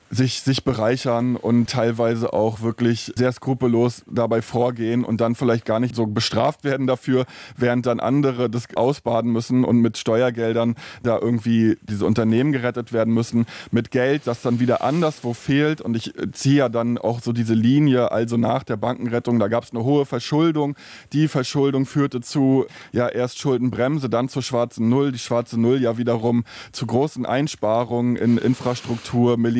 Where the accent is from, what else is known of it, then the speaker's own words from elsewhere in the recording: Stralsund, Mecklenburg-Vorpommern, Germany; alleine die Leute in den Altstadt, in Stralsund, in der Stadt, wo ich aufgewachsen bin, die haben andere Sachen erlebt.